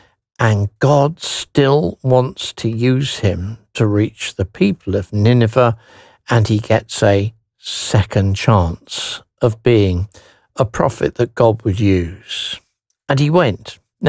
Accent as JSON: {"language": "English", "region": "England", "country": "United Kingdom", "said": "I'm an Englishman"}